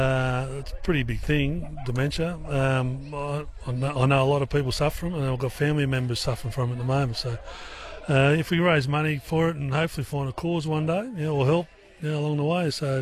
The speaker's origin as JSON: {"language": "English", "town": "Orange", "region": "New South Wales", "country": "Australia", "tie": "born or raised there", "moved": "yes", "said": "I grew up in Orange, but a lot of my family are from here, so he's come here all the time, but it's only a small town, Goolagong."}